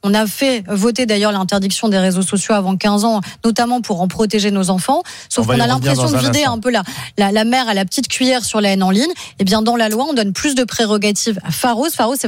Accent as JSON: {"language": "French", "country": "France"}